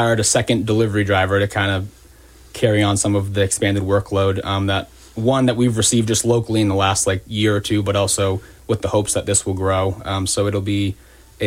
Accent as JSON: {"language": "English", "town": "Dixfield", "region": "Maine", "country": "United States", "tie": "born or raised there", "said": "So I grew up in Dixfield, Maine, so I'm pretty familiar with the rural aspect of things."}